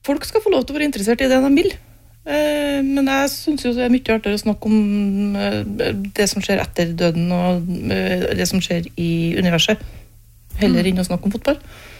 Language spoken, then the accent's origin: Norwegian; Meråker, Trøndelag, Norway; oppe i Meråker, der jeg kommer ifra